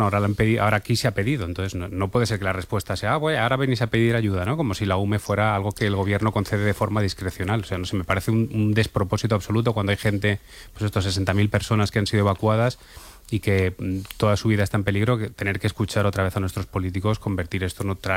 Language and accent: Spanish; Valencian Community, Spain; O sea, yo soy valenciano